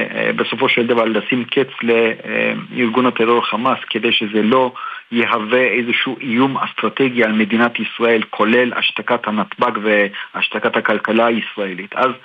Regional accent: Turkey; moved away as an adult; now in Israel; אני מן הסתם גדלתי שם וחייתי שם 22 שנה.

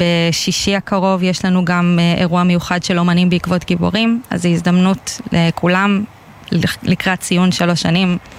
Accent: Meitar, Southern District, Israel; now in Beersheba, Israel; אני, כן, אני אישית לא מהעטף, אני גדלתי במיתר ואני היום בבאר שבע

